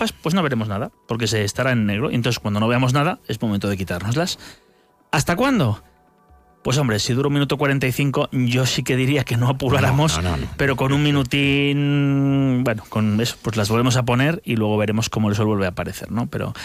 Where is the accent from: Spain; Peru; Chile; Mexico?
Spain; Losada, Castile and León; Yo ayer que iba a mi pueblo, a Losada, que estamos en fiestas